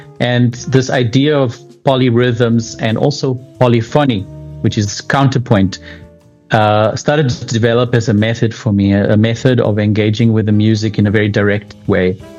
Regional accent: South Africa; I've also been trying to sort of figure out what my role is being South African.

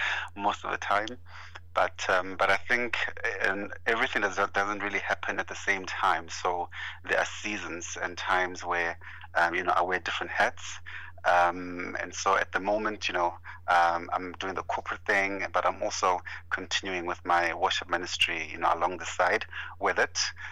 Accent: Limpopo, South Africa; Those are my clan names. And so that's my inheritance in terms of, you know, where I'm from. Born and bred in Limpopo in a small village called Sianda in Venda.

